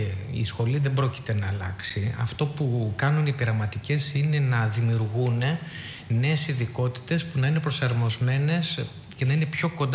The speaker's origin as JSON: {"language": "Greek", "town": "Nea Vyssa", "region": "Eastern Macedonia and Thrace", "country": "Greece", "tie": "born there", "moved": "yes", "said": "Η καταγωγή μου είναι από τη Θράκη. Είναι από ένα χωριό του Εύρου, τη Νέα Βίσα, πάνω από την Οραστιάδα. Είμαι βόρειος δηλαδή, εκεί γεννημένο"}